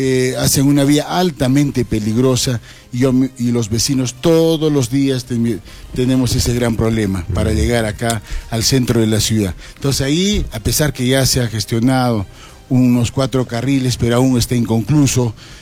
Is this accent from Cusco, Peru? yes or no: no; Yura, Arequipa, Peru; mi pueblo de Yura